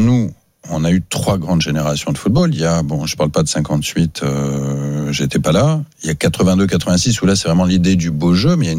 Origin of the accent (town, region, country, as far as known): France